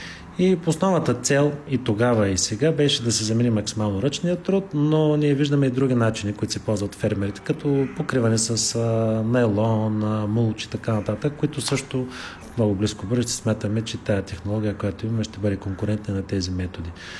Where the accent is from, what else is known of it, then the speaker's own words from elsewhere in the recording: Gabrovo Province, Bulgaria; Ние сме от Габрово, между другото